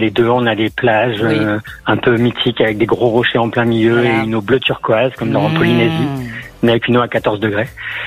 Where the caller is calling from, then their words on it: Brittany, France; Je vis au bord de la mer, dans le Finistère.